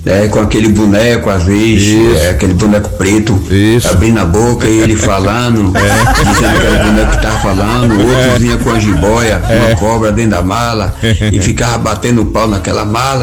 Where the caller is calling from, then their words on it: Santo Antônio de Jesus, Bahia, Brazil; aqui em Santo Antônio